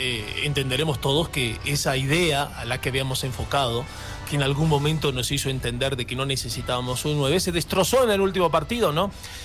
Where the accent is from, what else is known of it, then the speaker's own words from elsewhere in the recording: Bolivia; Como boliviano, sí, ustedes saben que sí, como boliviano, claro.